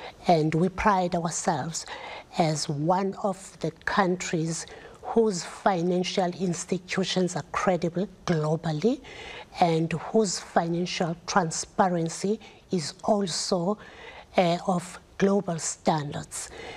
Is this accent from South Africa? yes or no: yes; South Africa; now in South Korea